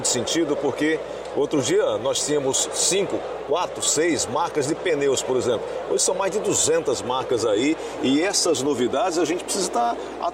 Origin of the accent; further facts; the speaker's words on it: Paraíba, Brazil; Porque eu também sou paraibano, e no seu dia eu lembrei da minha Paraíba.